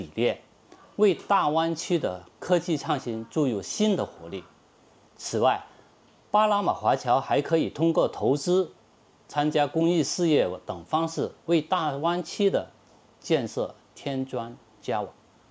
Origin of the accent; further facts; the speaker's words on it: China; moved away as an adult; now in Panama; 我出国的时候是86年，当时我是20岁。我们从小在中国长大，受中国的教育。